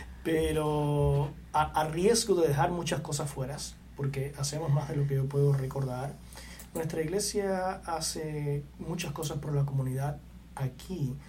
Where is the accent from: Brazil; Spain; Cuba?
Cuba; esto es en Cuba, yo crecí en Cuba